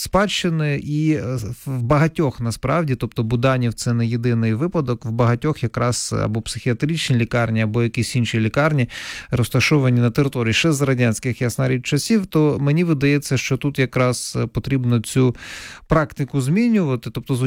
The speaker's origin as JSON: {"language": "Ukrainian", "region": "Donetsk Oblast", "country": "Ukraine", "tie": "born or raised there", "said": "я все-таки не з Тернопільщини родом, я родом із Донеччини, так?"}